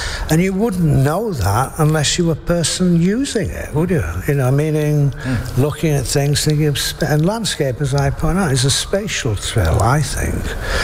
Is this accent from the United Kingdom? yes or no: yes; England, United Kingdom; you know, I'm English. I feel deeply English. I love it.